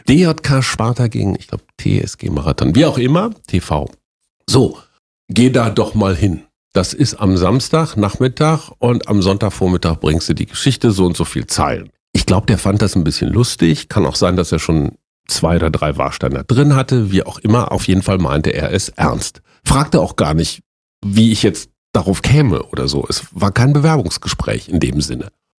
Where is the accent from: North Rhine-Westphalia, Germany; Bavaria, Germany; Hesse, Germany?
North Rhine-Westphalia, Germany; Münster; Die städtischen Bühnen in Münster, meiner Heimatstadt in Westfalen.